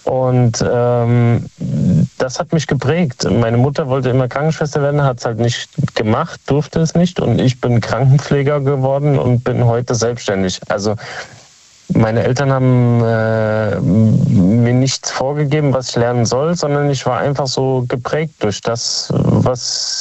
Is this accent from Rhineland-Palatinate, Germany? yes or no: yes; Kaiserslautern, Rhineland-Palatinate, Germany; now in Speyer, Germany; Ursprünglich aus Kaiserslautern, jetzt lebe ich in Speyer.